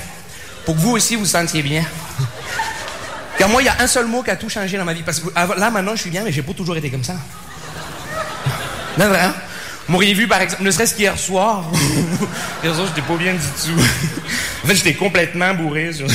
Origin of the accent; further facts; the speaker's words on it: Montreal, Quebec, Canada; Bonsoir, je me présente … je viens de Montréal.